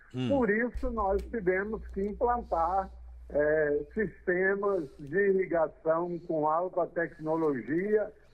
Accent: São Gotardo, Minas Gerais, Brazil; moved away as an adult; now in Bahia, Brazil; você já disse, eu sou mineiro da cidade de São Gotardo, lá no estado de Minas, e vim parar na Bahia dia 5 de agosto de 2005, portanto, dia 5 de agosto agora completa 21 anos.

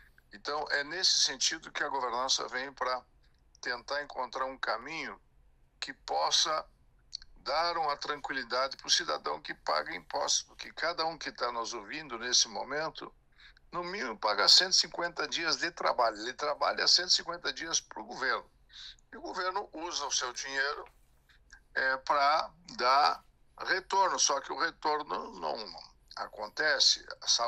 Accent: Rio Grande do Sul, Brazil; Eles tiveram nas missões lá na região das missões, de onde que eu venho, lá da região de Santo Ângelo, São Borja, terra do Getúlio Vargas, né, na fronteira com a Argentina, com o Uruguai.

